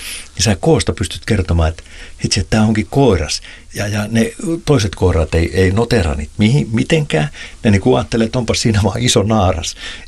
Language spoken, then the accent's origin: Finnish; Pori, Satakunta, Finland; Mä muistan 80-luvulla, niin kun mä olen Porista kotoisin, niin siellä oli vielä suokukkoja soittimia.